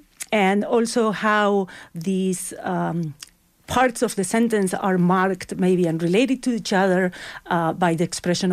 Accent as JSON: {"language": "English", "region": "Buenos Aires", "country": "Argentina", "also_born_or_lived": "United States", "second_language": "English", "moved": "as an adult", "lives_now": "Toronto, California, United States", "said": "I'm from Buenos Aires, Argentina, and I studied there an undergraduate. And then I did some master studies in Patagonia in the south of Argentina in a university there. And then I did my PhD in the States at MIT. And then I moved to Canada."}